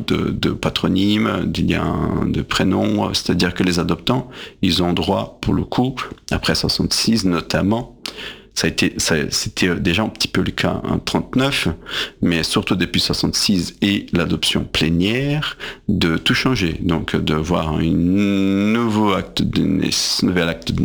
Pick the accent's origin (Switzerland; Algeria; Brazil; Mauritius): Brazil; first language Portuguese; French is a second language; now in France; Ça, il y en a aussi bien en portugais, là d'où je viens, du Brésil.